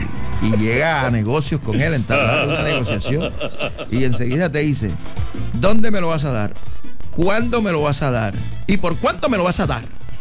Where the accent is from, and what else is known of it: Caribbean coast, Colombia; accent: golpeado